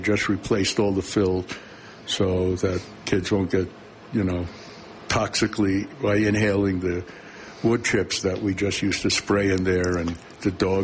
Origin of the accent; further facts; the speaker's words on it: New York City, New York, United States; moved away; I grew up in New York City, in Brooklyn, New York, I was a little fat Jew boy from New York who listened to folk songs about working in the mine, lived in Greenwich Village